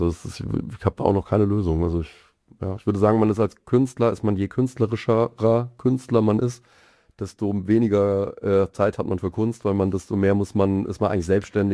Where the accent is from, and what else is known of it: Mainz, Rhineland-Palatinate, Germany; moved away as an adult; now in Mannheim, Germany